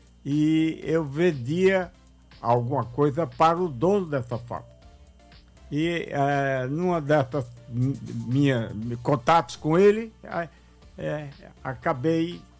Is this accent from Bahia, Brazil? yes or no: no; Juazeiro do Norte, Ceará, Brazil; now in Fortaleza, Brazil; realmente eu sou de Juazeiro